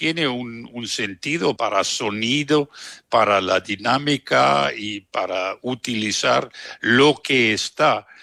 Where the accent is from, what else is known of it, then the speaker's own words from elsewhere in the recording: Saarbrücken, Saarland, Germany; Spanish is a second language; moved away; Saarbrücken es mi ciudad natal.